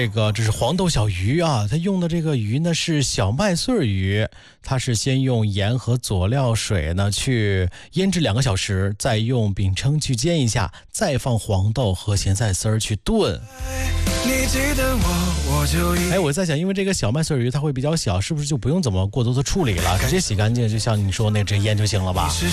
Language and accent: Chinese; Wu'an, Hebei, China; moved away; 在我们老家邯郸武安那边，